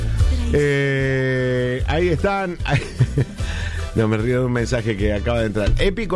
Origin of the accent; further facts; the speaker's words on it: Argentina; now in Andorra; Che, muchos argentinos hay en Andorra. Yo sabía que hay muchos, pero tantos. Casi como mi pueblo allá.